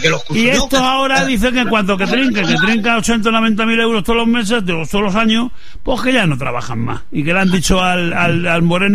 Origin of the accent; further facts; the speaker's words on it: Madrid, Community of Madrid, Spain; also born or lived in Ávila; soy de Madrid, de Ávila y de Madrid